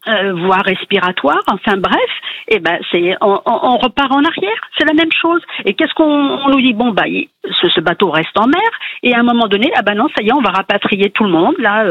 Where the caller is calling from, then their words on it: Courbevoie, Île-de-France, France; De Courbevoie.